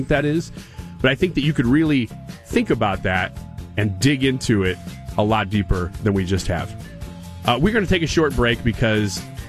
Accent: United States; growing up in America

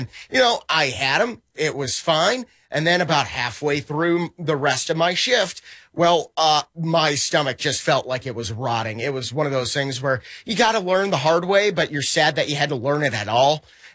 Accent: St. Paul, Minnesota, United States; And, you know, I mentioned I grew up in St. Paul. I worked at the State Fair.

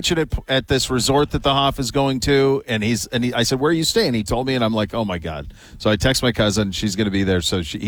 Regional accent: Montana, United States; born there; moved away

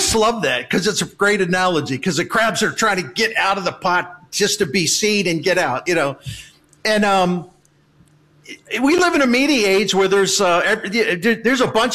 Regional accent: Maryland, United States; now in St. Louis, United States; when I'm growing up in Maryland, my southern grandfather

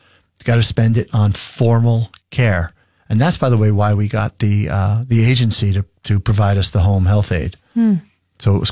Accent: Edison, New Jersey, United States; But we found a fantastic one in the town that I grew up in Edison, New Jersey.

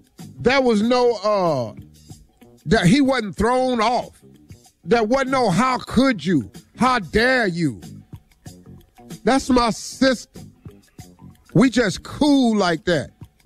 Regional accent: Welch, West Virginia, United States; I grew up in Welch, West Virginia.

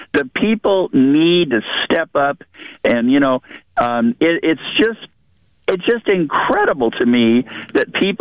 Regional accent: West Coast, United States; And I love the West Coast. I've lived here all my life.

